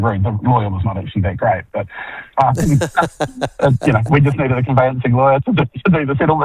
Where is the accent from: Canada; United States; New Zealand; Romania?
New Zealand; born there; I was born in New Zealand.